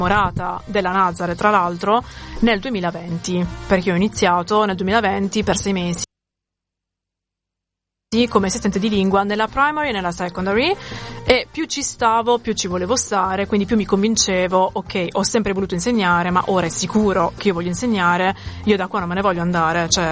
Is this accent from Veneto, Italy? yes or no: no; Molfetta, Apulia, Italy; moved away as an adult; now in Adelaide, Australia; Ovviamente io vengo da Molfetta, che è una città piccolissima di 60.000 abitanti probabilmente.